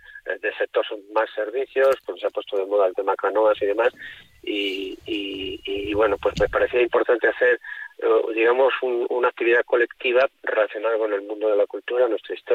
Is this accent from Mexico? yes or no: no; Husillos, Castile and León, Spain